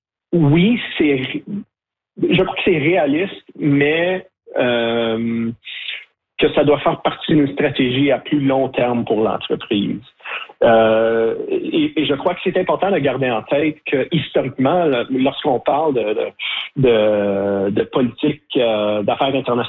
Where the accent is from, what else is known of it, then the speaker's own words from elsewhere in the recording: Sudbury, Ontario, Canada; born there; je suis né à Sudbury et ma mère est originaire de Mattawa, dans le nord de l'Ontario.